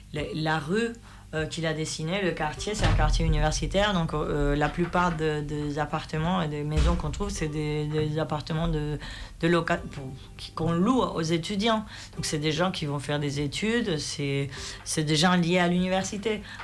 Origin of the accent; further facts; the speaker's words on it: Tenerife, Canary Islands, Spain; moi je viens de Tenerife